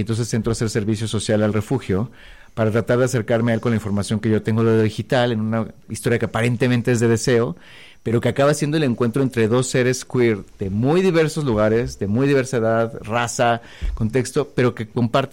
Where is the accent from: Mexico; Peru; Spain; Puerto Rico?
Mexico; nosotros somos muy mexicanos y mucho más dramáticos